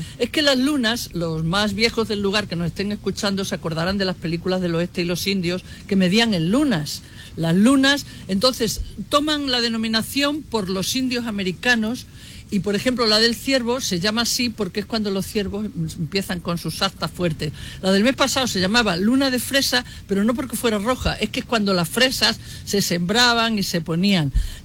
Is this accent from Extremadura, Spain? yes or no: yes; Mérida, Extremadura, Spain; moved away as an adult; also born or lived in Vera, Almería; now in Madrid, Spain; Con 18 años yo no sabía si me iba a poder retirar nunca ni iba a tener posibilidades, porque yo soy extremeña de Mérida, vivo en Madrid desde los 18 años, me fui allá a estudiar y me quedé